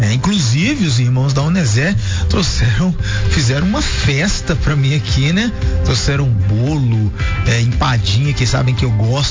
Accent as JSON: {"language": "Portuguese", "town": "Macaé", "region": "Rio de Janeiro", "country": "Brazil", "tie": "born there", "moved": "yes", "said": "Já morei lá na Macaé, nasci na verdade em Macaé"}